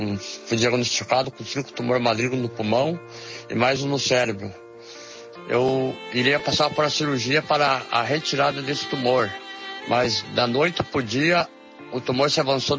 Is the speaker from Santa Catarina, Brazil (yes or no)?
yes; Timbó Grande, Santa Catarina, Brazil